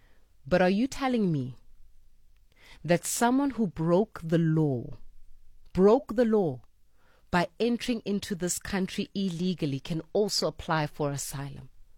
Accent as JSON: {"language": "English", "country": "South Africa", "said": "I know as a South African citizen"}